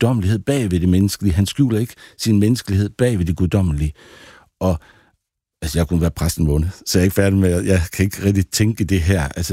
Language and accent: Danish; Central Denmark Region, Denmark; Men jeg er 60 år, og jeg er fra Vestjylland, og har levet langt det meste af mit liv i Vestjylland.